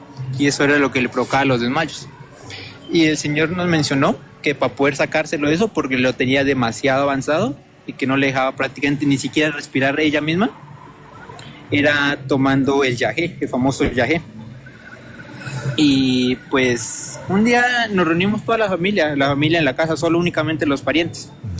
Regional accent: Valle del Cauca, Colombia; now in Calera, Colombia; Me comunico desde Calera, Cundinamarca, pero soy del Cauca, bueno, Valle del Cauca.

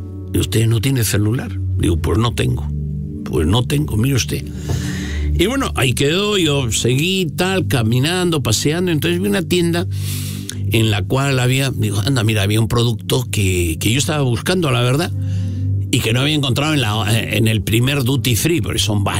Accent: Vigo, Galicia, Spain; No, yo vengo de Vigo, anda, en Vigo, sí, qué lindo, ahí se vive, ¿no? Junto al mar y tal.

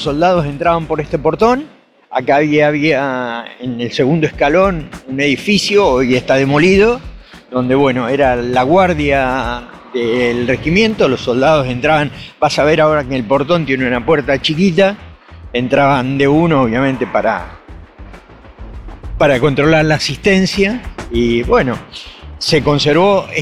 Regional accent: Argentina; quienes defienden la Argentina somos todos los argentinos

